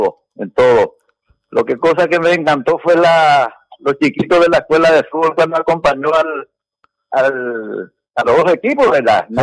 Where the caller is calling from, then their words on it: Encarnación, Itapúa, Paraguay; todos somos al final de Itapúa y Encarnación